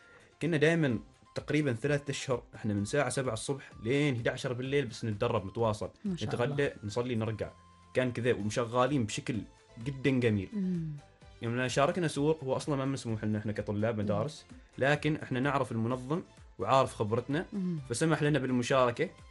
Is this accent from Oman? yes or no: yes; Oman; عرفنا نحن عمانيين